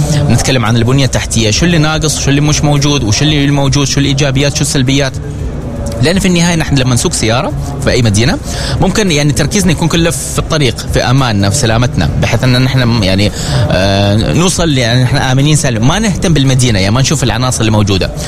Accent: Oman; عندنا في عمان يعني مسقط جميلة بناسها طبعا، جميلة مثلا بخضارها ببنيتها التحتية

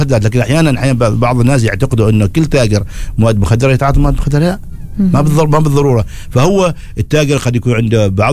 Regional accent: Oman; عندنا في سلطنة عمان

